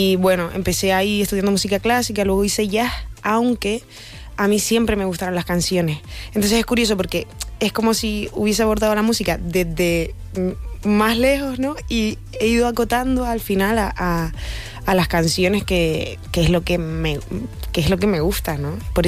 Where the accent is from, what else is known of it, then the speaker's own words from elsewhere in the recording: Canary Islands, Spain; accent: Canarian; moved away; Yo soy canaria desde que nací, llevo 14 años fuera, no se me ha ido una pizca el acento, y bueno, la canariedad ya la llevo en mí porque forma parte de lo que soy